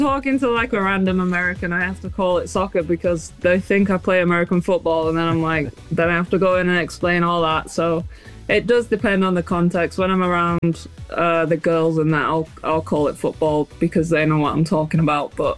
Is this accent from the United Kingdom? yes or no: yes; England, United Kingdom; now in Orlando, United States; And obviously I'm English, so I'm going to say England they're going to win it.